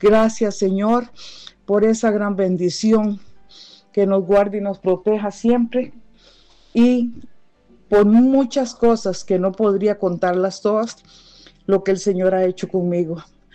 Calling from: Alajuela, Costa Rica; de Alajuela.

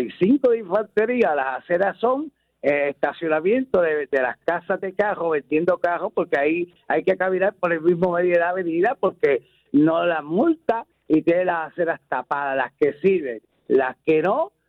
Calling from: San Juan, Puerto Rico; nuestro pueblo riopedrense

